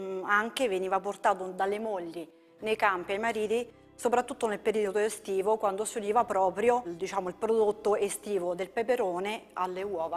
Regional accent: Falvaterra, Lazio, Italy; born there; Io sono nata qui, a Salvaterra. Ci vivo, ho le mie radici e non la lascerò mai.

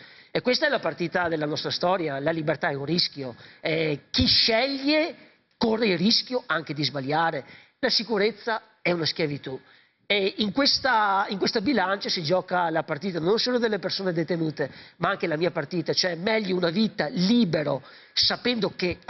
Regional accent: Veneto, Italy; noi siamo veneti, abbiamo bisogno della concretezza

